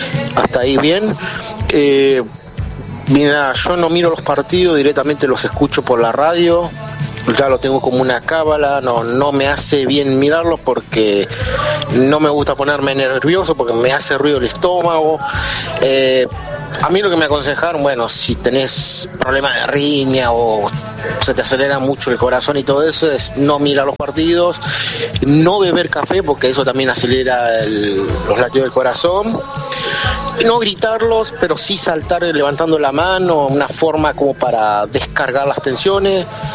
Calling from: José C. Paz, Buenos Aires Province, Argentina; de José Cepaz

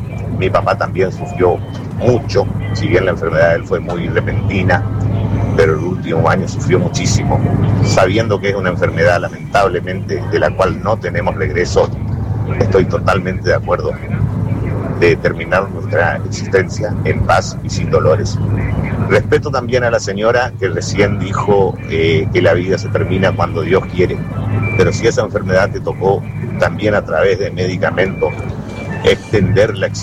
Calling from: Curuzú Cuatiá, Corrientes, Argentina; soy de Cruzucuatía, Corrientes. En este momento, bueno, en un camión acá en la provincia de Buenos Aires.

